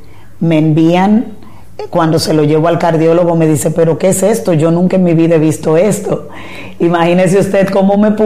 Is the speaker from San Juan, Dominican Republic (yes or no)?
no; La Romana, Dominican Republic; Actualmente aquí crecí, aquí ya he desarrollado toda mi vida.